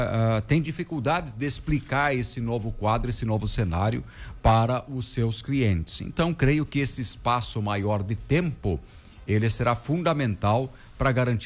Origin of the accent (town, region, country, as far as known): Brazil; first language Portuguese